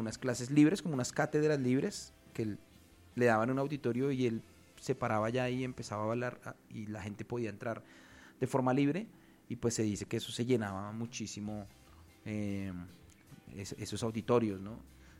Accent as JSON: {"language": "Spanish", "country": "Colombia", "said": "todos somos colombianos, el grueso de los colombianos somos personas comunes y corrientes."}